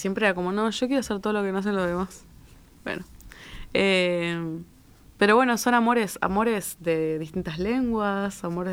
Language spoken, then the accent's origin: Spanish; Maldonado, Uruguay; yo soy de Maldonado y fui con el liceo